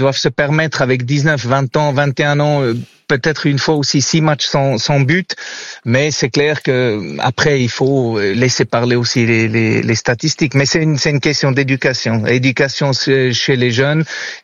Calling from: Switzerland

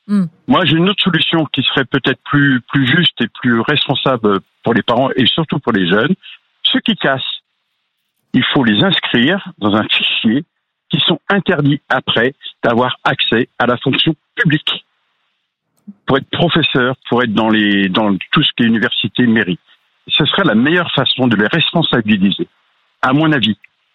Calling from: Pays de la Loire, France; De Mareuil-sur-Loire, près de la Flèche, dans le 72

